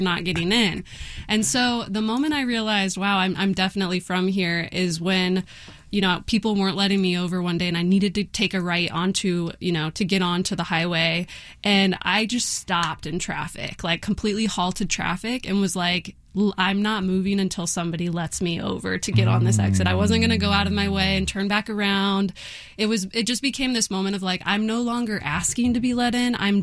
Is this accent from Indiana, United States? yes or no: yes; Indianapolis, Indiana, United States; now in Los Angeles, United States; I come from Indianapolis in Indiana.